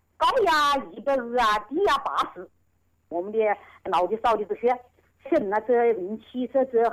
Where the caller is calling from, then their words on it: Yingcheng, Hubei, China; 我是应城郎君里的呢。